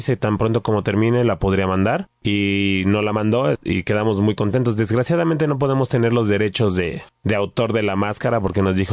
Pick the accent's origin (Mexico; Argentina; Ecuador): Mexico; moved away as an adult; now in Hong Kong; Nosotros somos dos mexicanos viviendo en Hong Kong.